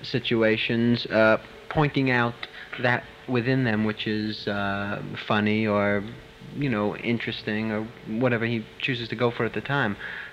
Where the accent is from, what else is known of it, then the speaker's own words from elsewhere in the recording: New York City, New York, United States; I am from Brooklyn